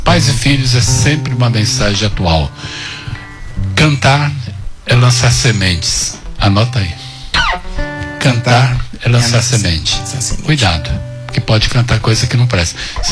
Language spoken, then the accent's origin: Portuguese; Brazil; Eu sou brasileiro